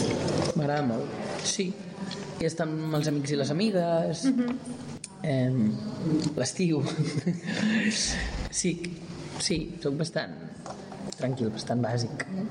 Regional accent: Cabrils, Catalonia, Spain; also born or lived in Vilassar de Mar; en realitat jo sóc de Cabrils, però he fet molta vida a Vilassar.

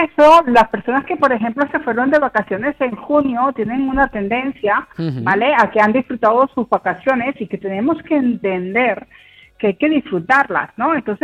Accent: Venezuela; born there; yo nací en Venezuela, y entonces, claro, básicamente no teníamos veranos ni inviernos, teníamos épocas secas y de lluvia

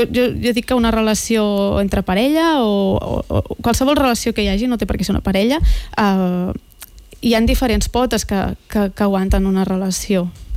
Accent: Pineda de Mar, Catalonia, Spain

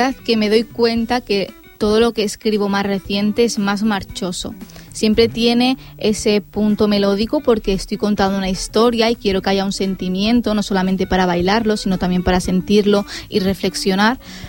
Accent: Sant Boi de Llobregat, Catalonia, Spain; mi pueblo, ¿no? Tenemos aquí San Ramón con su ermita, sus maravillosos paisajes que vemos hasta la playa

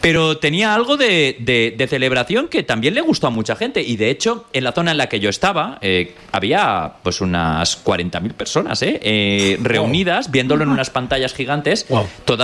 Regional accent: Valencian Community, Spain; Yo tengo que decir, como valenciano que soy

